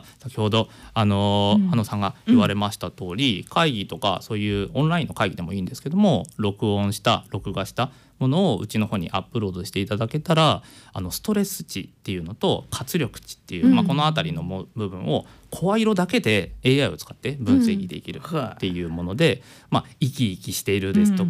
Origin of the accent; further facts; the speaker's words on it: Ishikawa, Japan; also born or lived in Tokyo; もともと私この石川県が出身です、はい、で大学から東京に行って、